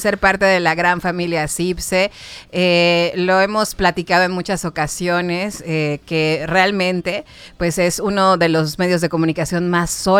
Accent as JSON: {"language": "Spanish", "region": "Yucatán", "country": "Mexico", "said": "pues todos los que somos yucatecos, o los que de alguna manera tenemos conexión con Yucatán y con el sureste del país, hemos crecido con esto."}